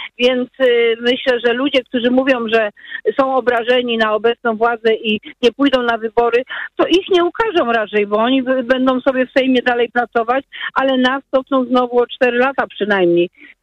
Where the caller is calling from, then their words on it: Poznań, Greater Poland Voivodeship, Poland; A, to u mnie w Poznaniu.